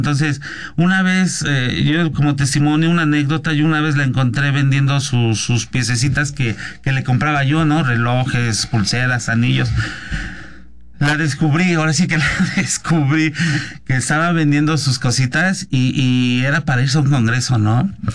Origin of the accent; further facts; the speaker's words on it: Ixtapaluca, State of Mexico, Mexico; born there; yo nací en CCA Iztapaluca.